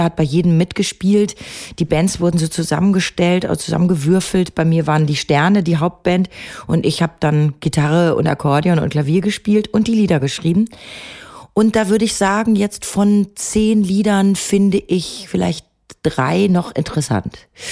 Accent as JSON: {"language": "German", "town": "Bad Salzuflen", "region": "North Rhine-Westphalia", "country": "Germany", "said": "nur mit Hilfe von so ein paar anderen Musikern aus Ostwestfalen, aus Bad Salzuflen, wo ich herkomme"}